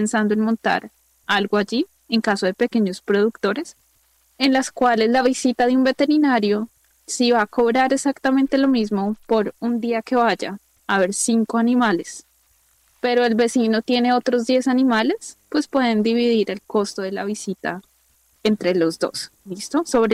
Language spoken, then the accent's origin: Spanish; Colombia; que como colombianos a veces nos cuesta mirar esta parte, ¿sí?